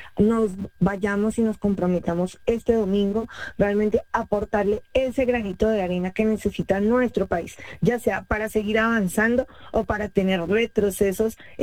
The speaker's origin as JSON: {"language": "Spanish", "country": "Colombia", "said": "seguimos siendo colombianos"}